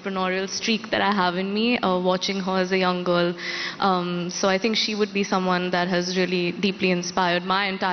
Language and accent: English; Delhi, India; growing up in Delhi